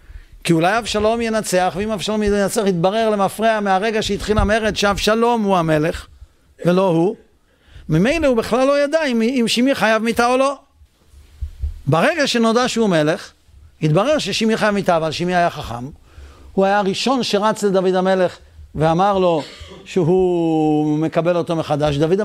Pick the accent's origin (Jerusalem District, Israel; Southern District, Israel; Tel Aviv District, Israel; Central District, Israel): Central District, Israel; Netanya; כשגדלנו ילדים בנתניה, אז הייתה השכנה למעלה.